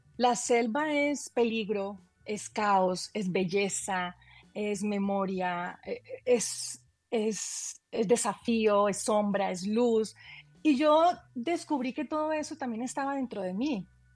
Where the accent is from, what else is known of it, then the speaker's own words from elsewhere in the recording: Caquetá, Colombia; now in United States; Yo soy colombiana, caqueteña, amazónica también, como dicen, pero vivo aquí en Estados Unidos hace varios años.